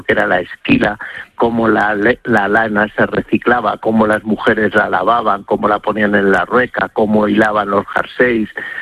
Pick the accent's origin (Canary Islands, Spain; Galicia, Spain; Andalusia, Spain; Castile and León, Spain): Castile and León, Spain; also born or lived in Madrid; ¿cómo no la voy a conocer si es mi tierra? Que es que yo me crié tirando cantos a los del pueblo de arriba, a los de Navasequilla, y los de la Lastra me tiraban cantos a mí